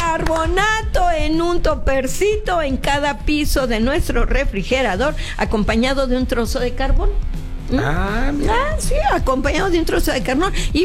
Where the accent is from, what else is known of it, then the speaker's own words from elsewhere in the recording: Veracruz, Mexico; Pues somos paisanos de Veracruz.